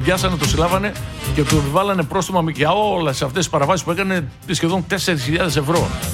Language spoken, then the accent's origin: Greek; Rhodes, South Aegean, Greece; moved away; Στο νησί μου. Στη Ρόδο.